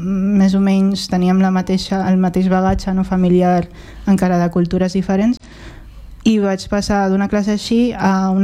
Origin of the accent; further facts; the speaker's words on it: Catalonia, Spain; also born or lived in Philippines; I si dic que sóc de Filipines, que és el que volen escoltar, s'estic com donant la raó, no? De que sóc diferent.